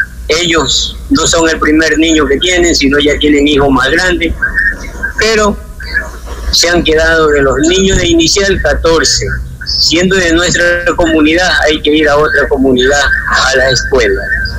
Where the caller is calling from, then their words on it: Santa Elena, Ecuador; Yo soy de Bambil Desecho.